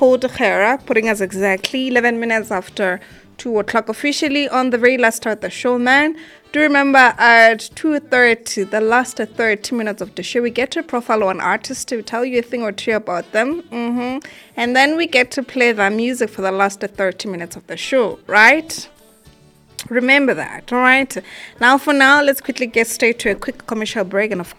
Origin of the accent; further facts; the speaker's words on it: Lesotho; I'm from Leribe, Mankwane.